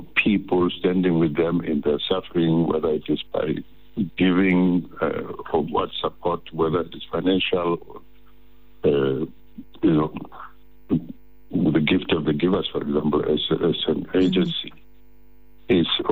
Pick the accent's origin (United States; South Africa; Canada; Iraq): South Africa